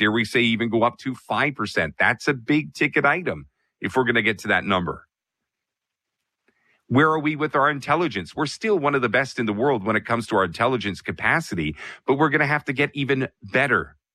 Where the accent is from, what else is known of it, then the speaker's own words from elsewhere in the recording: Canada; it hurts me as a Canadian to say that because I grew up on nothing but Canadian values.